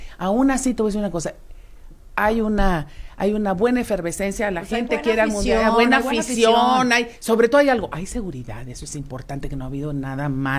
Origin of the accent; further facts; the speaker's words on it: Nuevo León, Mexico; Nosotros somos de Nuevo León.